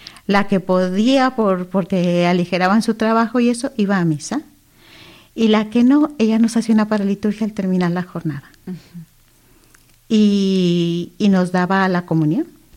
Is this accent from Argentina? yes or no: no; Monterrey, Nuevo León, Mexico; now in Gran Canaria, Spain; yo soy mexicana de Monterrey, Nuevo León.